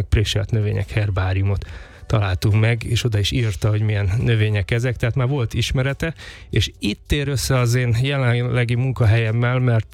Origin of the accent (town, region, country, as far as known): Debrecen, Hajdú-Bihar, Hungary; born or raised there; now in Budapest, Hungary